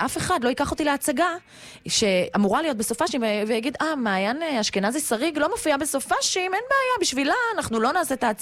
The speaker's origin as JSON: {"language": "Hebrew", "town": "Jerusalem", "region": "Jerusalem District", "country": "Israel", "tie": "born or raised there", "said": "ככה היה לי בילדות שלי בירושלים."}